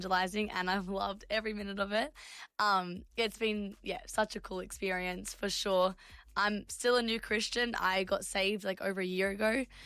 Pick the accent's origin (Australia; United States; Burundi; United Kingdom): Australia; I'm from Australia